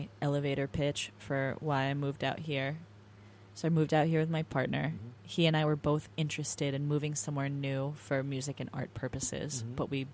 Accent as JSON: {"language": "English", "region": "California", "country": "United States", "also_born_or_lived": "San Francisco Bay Area", "moved": "as an adult", "lives_now": "New York, United States", "said": "I'm Californian to my core."}